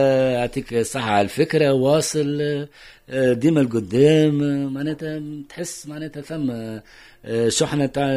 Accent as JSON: {"language": "Arabic", "country": "Tunisia", "said": "في كلمتنا التونسية"}